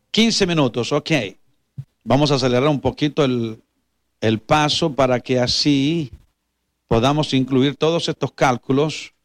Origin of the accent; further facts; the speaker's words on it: Chile; Yo soy chileno, no tengo nada que ver con ese pacto.